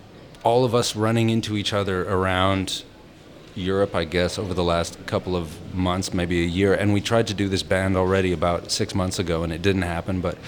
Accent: Canada; now in Amsterdam, Netherlands; I'm from Canada, but I live in Amsterdam.

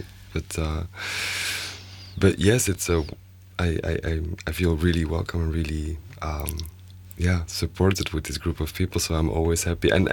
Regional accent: Sint-Niklaas, Flanders, Belgium; English is a second language; I'm from Sint-Niklaas, which is

